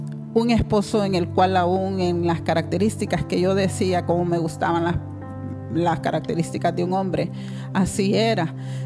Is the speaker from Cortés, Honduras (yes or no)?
yes; Villanueva, Cortés, Honduras; Soy de Villanueva Cortés, como dijo, ¿verdad?